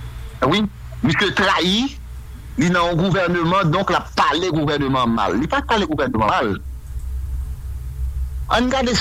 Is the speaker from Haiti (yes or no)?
yes; Haiti; moved away; moi, dit je suis Haïtien. Et puis, montrer le passeport, le passeport haïtien